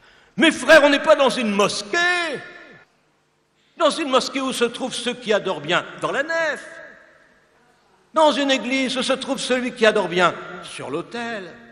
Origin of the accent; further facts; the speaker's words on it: Cambrai, Hauts-de-France, France; Je viens de Cambrai